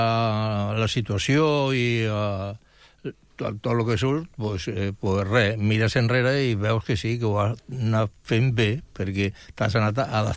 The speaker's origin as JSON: {"language": "Catalan", "town": "Mataró", "region": "Catalonia", "country": "Spain", "tie": "born or raised there", "said": "Jo sóc fill de Mataró."}